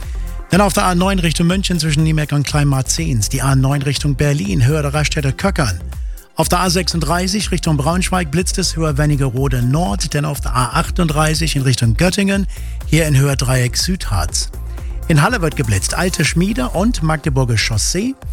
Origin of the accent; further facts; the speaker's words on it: England, United Kingdom; Und ein Song, der zu mir jetzt gerade passt als Engländer